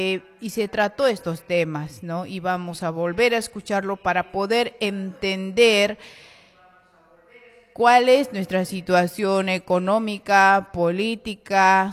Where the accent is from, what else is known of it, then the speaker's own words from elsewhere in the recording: Bolivia; tenemos que reconciliarnos todos los bolivianos y bolivianas